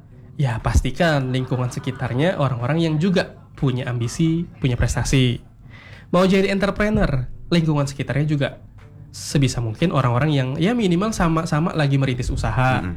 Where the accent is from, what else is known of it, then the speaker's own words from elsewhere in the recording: West Kalimantan, Indonesia; Tapi itu sebenarnya inilah modal atau fondasi yang menjadi privilege bagi kita warga Kalbar gitu ya, untuk bisa apply program ini.